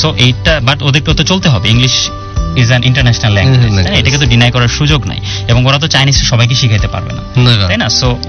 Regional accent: Bangladesh; আমরা বাংলাদেশি বাঙালিরা

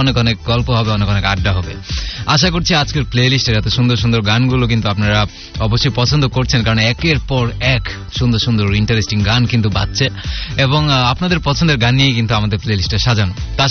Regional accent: Tetulia, Rangpur Division, Bangladesh; আজই প্রথম তোমায় শুনছি, কারণ আমার বাড়ি পঞ্চগড়ের তেঁতুলিয়া, সেখানে আমাদের দেশীয় কোনো রেডিও স্টেশন শোনা যায় না, শুধুমাত্র কয়েকটা ভারতীয় চ্যানেল শোনা যায়।

